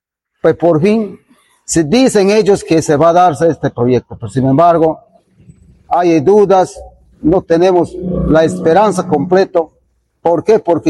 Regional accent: Peru

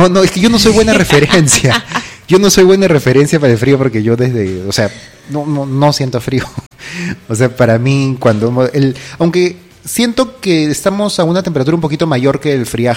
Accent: Lima, Peru; now in Lamas, Peru; yo soy de Lima y ahí ya el frío es húmedo, el frío te cala hasta los huesos, y mi familia es de la sierra

